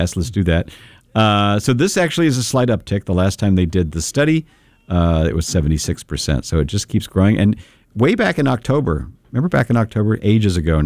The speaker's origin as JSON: {"language": "English", "region": "Kentucky", "country": "United States", "tie": "born or raised there", "said": "I grew up in Eastern Kentucky"}